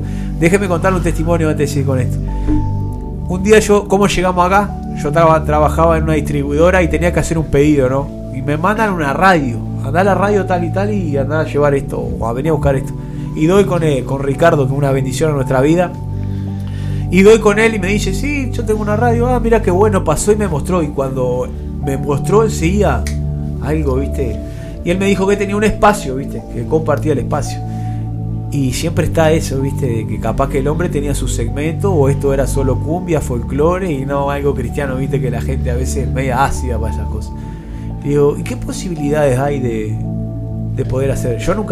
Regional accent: Treinta y Tres, Uruguay; now in Maldonado, Uruguay

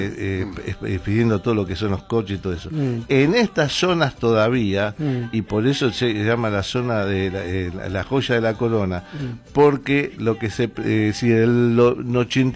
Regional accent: Buenos Aires, Argentina; mi familia hace 100 años, yo ya tengo, ya estoy cercano a los 80 también, así que, y nací en Mataderos. Por conseguir, y vivo en Mataderos, sí. Me casé en la zona de Mataderos, sigo viviendo en el lugar. Mi familia toda es de la zona, tanto Liniers, Lugano, Mataderos, Parque Avellaneda, vivimos todos en toda esta zona

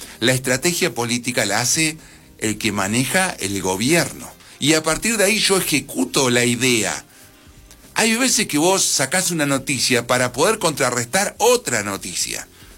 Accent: Carmen de Patagones, Buenos Aires Province, Argentina; soy de Patagones

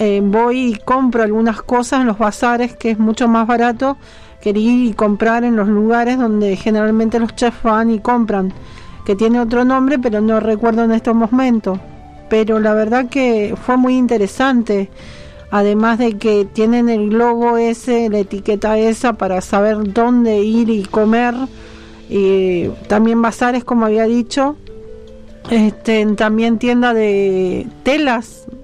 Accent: Buenos Aires, Argentina; now in Neuquén, Argentina; Yo soy porteña

